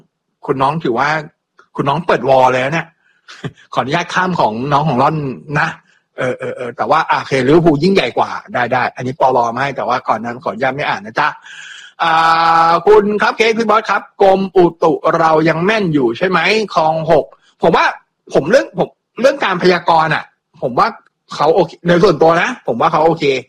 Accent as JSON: {"language": "Thai", "town": "Dao Khanong", "region": "Bangkok", "country": "Thailand", "tie": "born or raised there", "also_born_or_lived": "Rom Klao", "said": "ตอนเด็กๆผมก็โตที่นู่นนะครับผมเกิดแถวดาวคะนองแต่ผมไปโตอยู่แถวร่มเก้าโตถึงอายุประมาณ4ขวบ5ขวบมั้งถึงจะกลับเข้ามาอยู่ในดาวคะนองอีกรอบนึง"}